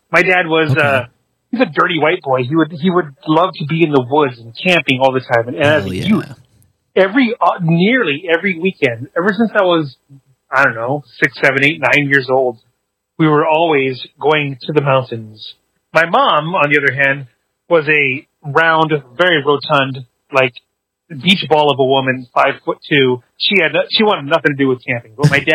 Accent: Seattle, Washington, United States; Okay, so born and raised in Seattle

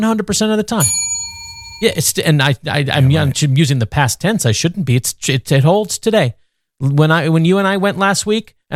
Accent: Post Falls, Idaho, United States; I'm from Post Falls.

